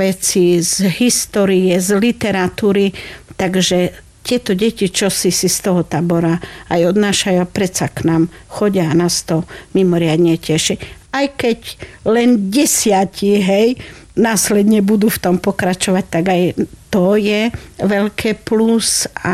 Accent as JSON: {"language": "Slovak", "town": "Pstrina", "region": "Prešov Region", "country": "Slovakia", "tie": "born there", "said": "stále som pociťovala akýsi dlh voči mojej rodnej obci Pstrina"}